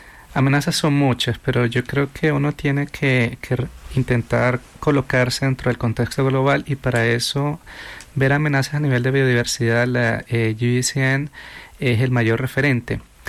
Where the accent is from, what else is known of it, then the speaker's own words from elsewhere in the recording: Colombia; Nosotros en Colombia